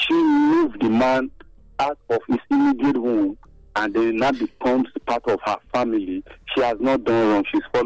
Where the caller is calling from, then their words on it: Ogida, Edo, Nigeria; From home, Ogida.